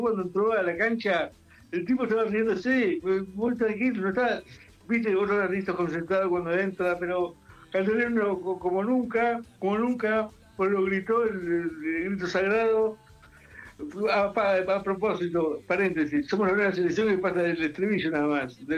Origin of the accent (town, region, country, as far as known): Argentina; moved away as an adult